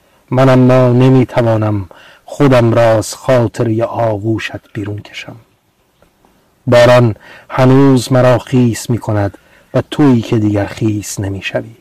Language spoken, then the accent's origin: Persian; Iran; born there; من انسانی که در ایران به دنیا آمدم